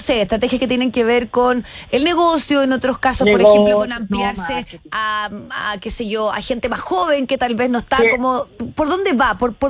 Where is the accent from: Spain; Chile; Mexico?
Chile